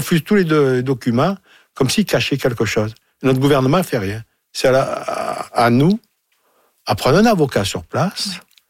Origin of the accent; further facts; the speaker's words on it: Marseille, Provence-Alpes-Côte d'Azur, France; accent: Marseille; Je suis d'importation, avec mon accent, justement, de Marseille, bien sûr